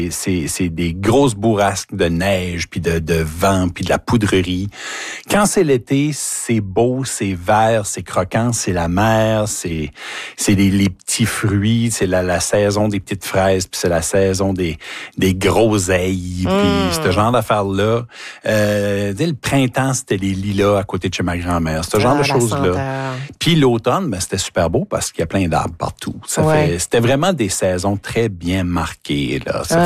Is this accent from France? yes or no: no; Grande-Anse, New Brunswick, Canada; Toute ma vie à Grand-Anse, ma maman vient d'Anse Bleue.